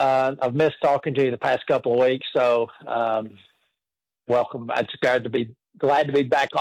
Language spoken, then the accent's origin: English; Hixson, Tennessee, United States; I grew up in the Hixson area.